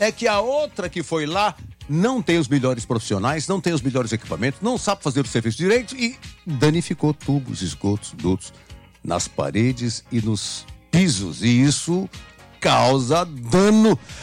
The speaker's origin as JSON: {"language": "Portuguese", "region": "Ceará", "country": "Brazil", "said": "Nós somos cearenses."}